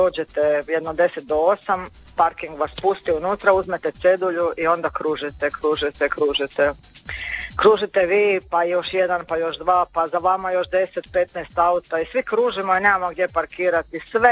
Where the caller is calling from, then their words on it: Pula, Istria County, Croatia; Ja sam iz Pule.